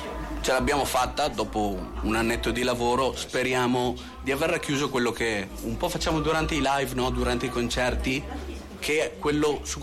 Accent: Verona, Veneto, Italy; Veniamo da Verona

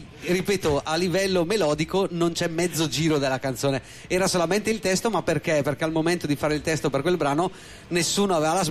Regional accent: Brescia, Lombardy, Italy; siamo di Brescia, ok?

